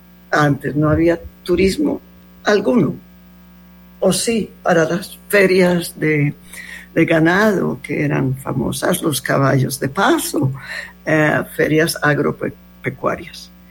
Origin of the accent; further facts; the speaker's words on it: Roldanillo, Valle del Cauca, Colombia; born there; Yo nací en Roldanillo, un pueblo muy pequeño.